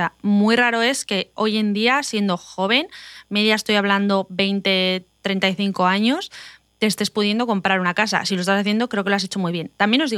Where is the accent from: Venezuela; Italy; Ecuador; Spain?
Spain; moved away as an adult; now in United States; Y nosotros en España, bueno, yo soy española